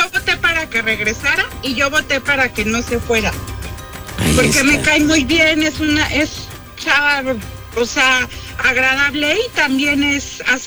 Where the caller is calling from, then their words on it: Mexico City, Mexico; De Ciudad de México, de San José Insurgentes.